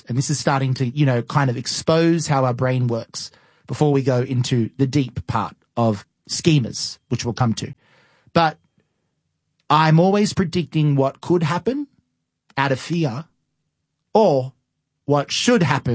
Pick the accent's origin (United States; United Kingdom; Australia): Australia; accent: Australian; My accent might, you know, kind of jolt this a bit because of being Australian.